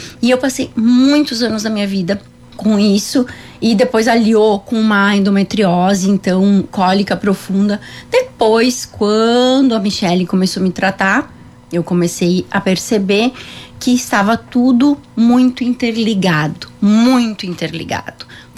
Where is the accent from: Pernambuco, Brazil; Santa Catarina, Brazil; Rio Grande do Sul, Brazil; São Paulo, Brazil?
Rio Grande do Sul, Brazil; Encantado; born there